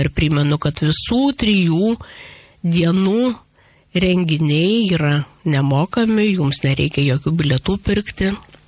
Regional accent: Zarasai, Utena County, Lithuania; now in Utena, Lithuania; 50% manęs yra Utenoje, 50 Zarasuose, nes tai yra mano tėviškė.

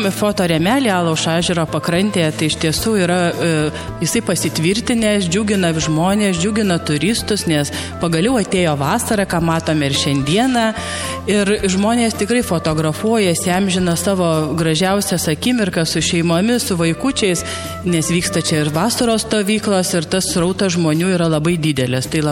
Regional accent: Sudeikiai, Utena County, Lithuania; moved away as an adult; now in Utena, Lithuania; kadangi dabar gyvenu Utenoje, nebe Sudeikiuose, taip užaugau Sudeikiuose, man šis kampelis, kraštas yra be galo svarbus.

